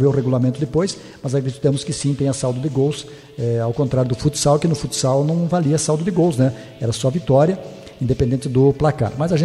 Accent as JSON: {"language": "Portuguese", "country": "Brazil", "said": "Somos brasileiros"}